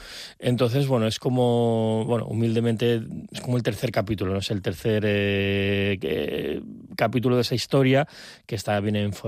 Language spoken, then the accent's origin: Spanish; Palma, Balearic Islands, Spain; yo soy de Palma, estoy muy enamorado de la ciudad